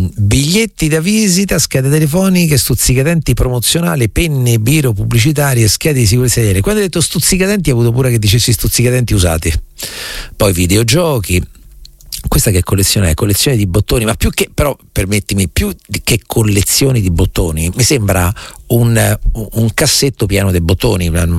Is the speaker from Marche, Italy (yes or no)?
yes; Recanati, Marche, Italy; born there